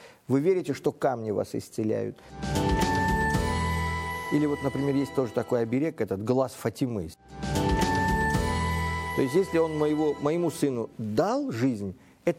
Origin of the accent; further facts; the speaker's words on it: Uzbekistan; Russian is a second language; Вот, например, вот там, откуда я родом, да, есть одно место такое, вы знаете, большая пещера, она между городами находится.